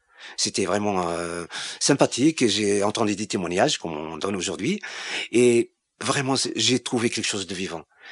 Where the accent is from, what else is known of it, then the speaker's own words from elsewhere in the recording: Algeria; now in France; Quand je suis parti en France, d'Algérie, c'est pour fuir un petit peu toutes ces questions de religion.